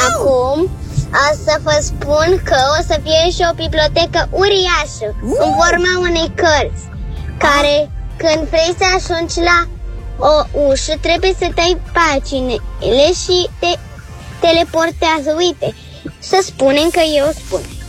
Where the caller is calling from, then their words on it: Constanța, Constanța County, Romania; din Constanța, am 8 ani.